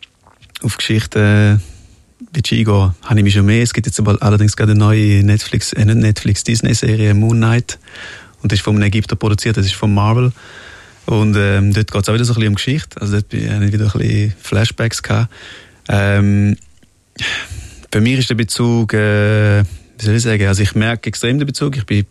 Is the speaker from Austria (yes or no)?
no; Switzerland; ich bin Schweizer, ich bin mega stolz und für mich ist es mega schön gewesen, hier aufzuwachsen, und ich will auch hier bleiben.